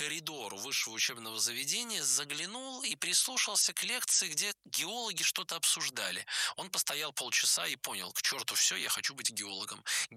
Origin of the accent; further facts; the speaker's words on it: Nizhny Novgorod, Nizhny Novgorod Oblast, Russia; Я сам из Нижнего Новгорода, это все мне очень понятные территории, очень понятные места.